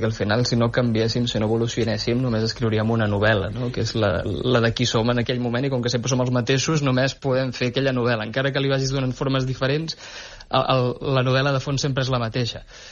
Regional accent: Navàs, Catalonia, Spain; born or raised there

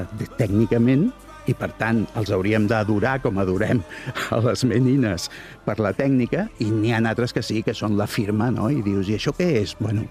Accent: Cornellà de Llobregat, Catalonia, Spain; Jo soc de Cornellà i a Cornellà els grafits han estat en la meva vida des de que vaig néixer.

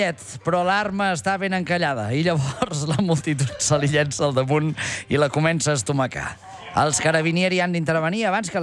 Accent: Tona, Catalonia, Spain

